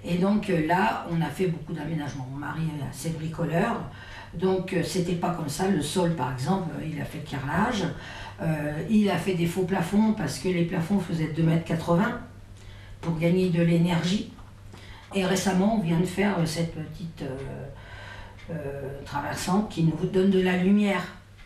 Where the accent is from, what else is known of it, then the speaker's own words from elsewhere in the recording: Champigny-sur-Marne, Île-de-France, France; Je suis née à la Cité Jardin, dans l'autre cour, donc au domicile de mes parents.